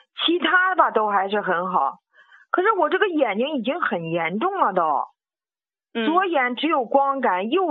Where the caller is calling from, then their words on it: Shijiazhuang, Hebei, China; 张主任，我是石家庄的。